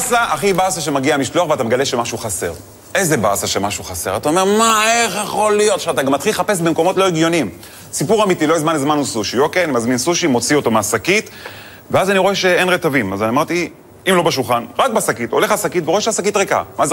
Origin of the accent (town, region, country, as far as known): Netanya, Central District, Israel; born or raised there